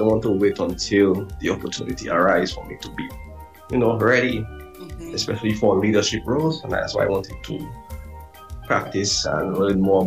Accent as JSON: {"language": "English", "town": "Concord", "country": "Dominica", "said": "I'm from Concord, and I'm currently a plant operator at the geothermal plant in Dominica."}